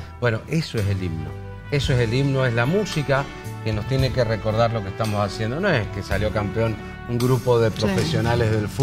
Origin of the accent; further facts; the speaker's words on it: Argentina; porque soy re argentino.